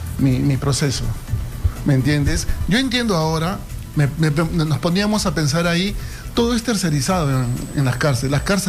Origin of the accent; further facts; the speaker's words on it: Callao, Peru; yo soy chalaco y por ahí ya me manejaba bien adentro